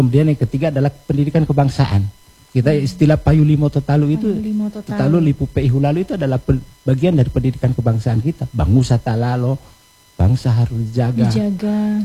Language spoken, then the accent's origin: Indonesian; Gorontalo, Indonesia; kita orang Gorontalo memiliki begitu beragam tradisi budaya